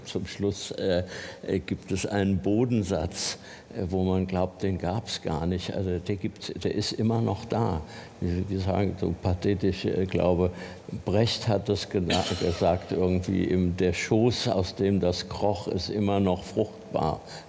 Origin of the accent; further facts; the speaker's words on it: Hesse, Germany; now in Berlin, Germany; wo ich da im Taunus in einem kleinen engen Tal aufgewachsen bin im Wald.